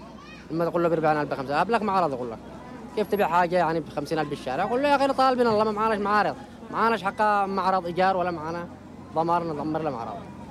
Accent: Sanaa, Yemen; كل عن بلادي صنعاء كل عن بلادي والله.

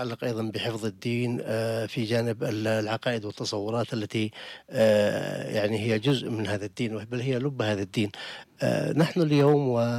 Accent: Yemen; نحن اليوم في اليمن

